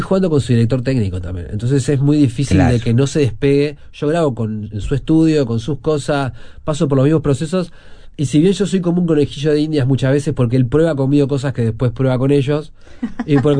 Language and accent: Spanish; Uruguay; Yo creo que igual acá estoy soy un tipo, soy tan uruguayo que extraño mucho cuando me voy, ¿sabes?